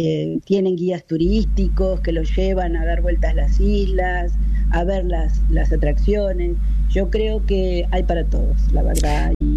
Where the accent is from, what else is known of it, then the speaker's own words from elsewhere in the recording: Ensenada, Buenos Aires Province, Argentina; now in Cape Verde; ahí en Ensenada, de donde yo soy